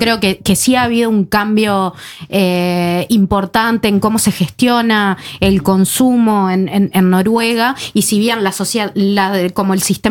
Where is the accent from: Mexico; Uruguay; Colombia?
Uruguay; Uruguay seguimos siendo un país latinoamericano